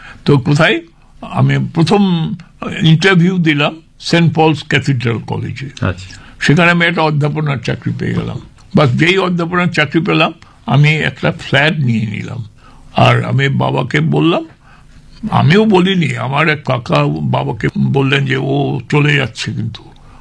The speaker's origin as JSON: {"language": "Bangla", "area": "Bikrampur", "region": "Dhaka Division", "country": "Bangladesh", "tie": "born or raised there", "also_born_or_lived": "Kolkata, India", "moved": "yes", "said": "আমার জন্ম হয়েছিল কলকাতায়, কিন্তু আমার শৈশব কেটেছিল পূর্ব বাংলার ঢাকা জেলার বিক্রমপুরে।"}